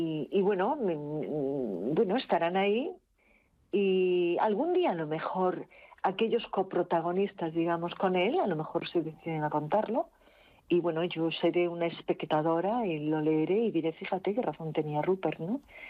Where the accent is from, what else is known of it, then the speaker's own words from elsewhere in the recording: Pontecesures, Galicia, Spain; mi pueblo en Pontecesures